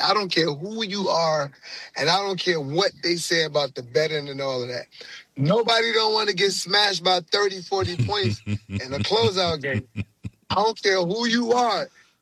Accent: New York, United States; I stand on that firm. I'm from New York, whole lot.

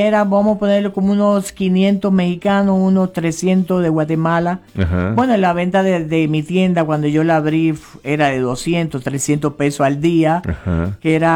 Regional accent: Puerto Rico; also born or lived in Stuttgart, Germany; now in Nebraska, United States; nací en Massachusetts, en Alemania, Stuttgart, pero me crié en Puerto Rico y por eso yo soy boricua. Siempre digo que soy puertorriqueña.

